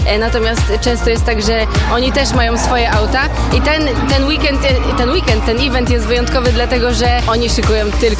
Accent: Milanówek, Masovian Voivodeship, Poland; Przyjechałam do was spod Warszawy, z Milanówka.

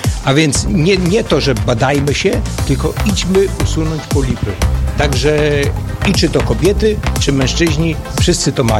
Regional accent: Łomża, Podlaskie Voivodeship, Poland; ja pochodzę z Łomży

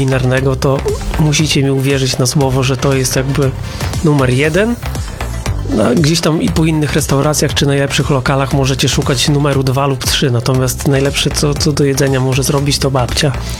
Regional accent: Mońki, Podlaskie Voivodeship, Poland; born there; Mój tato jest z tych spod stron Narewki, dokładnie miejscowość Mikłaszewo. ja się urodziłem w Mońkach, moja mama pochodzi z miejscowości Krynica, to gmina Czcianne.

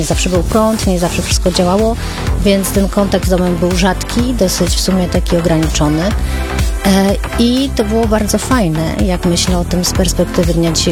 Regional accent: Sopot, Pomeranian Voivodeship, Poland; moved away as an adult; also born or lived in Kraków; now in Warsaw, Poland; Mój dom jest w Polsce, w Warszawie, ale pochodzę z Sopotu, jak powiedziałaś, i to jest miejsce, do którego chętnie wracam

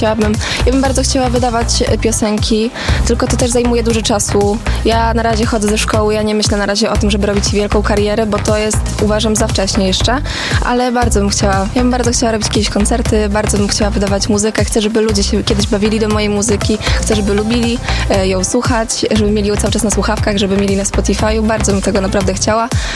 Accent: Węgrów, Masovian Voivodeship, Poland; u mnie w Węgrowie

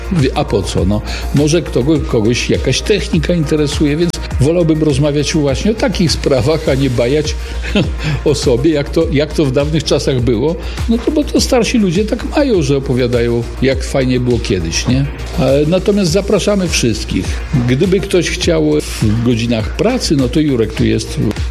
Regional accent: Biała Podlaska, Lublin Voivodeship, Poland; znalazł, że my z Białej Podlaski, ze mną się skontaktował

